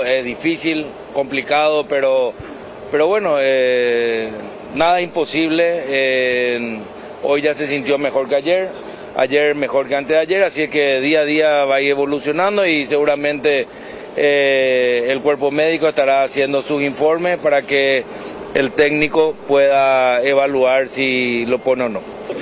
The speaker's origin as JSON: {"language": "Spanish", "country": "Paraguay", "said": "Como todo paraguayo, cuando estamos fuera de nuestra tierra, estamos siempre recordando a nuestros familiares, a todos los que nos quieren desde Paraguay."}